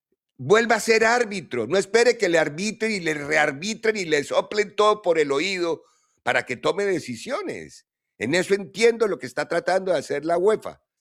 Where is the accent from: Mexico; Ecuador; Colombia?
Colombia; Si yo como colombiano digo, no, me robaron, obviamente estoy generando un cisma.